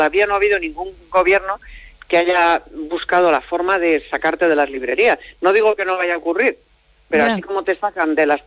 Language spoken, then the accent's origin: Spanish; Spain; a mí me avergüenza como española